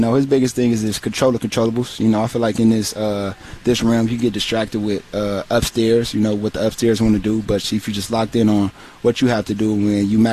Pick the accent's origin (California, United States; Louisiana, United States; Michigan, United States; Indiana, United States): California, United States; Pasadena; moved away; I'm from Pasadena.